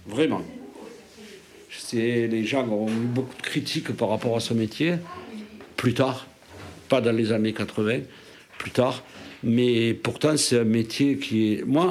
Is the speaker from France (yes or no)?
yes; Auriac, Auvergne-Rhône-Alpes, France; moved away; Je suis natif d'Auriac, dans le Cantal